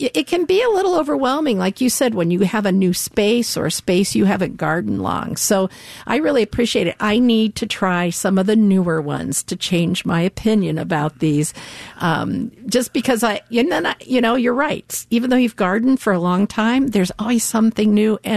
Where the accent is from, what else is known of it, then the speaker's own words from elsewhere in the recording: Ohio, United States; I grew up in Ohio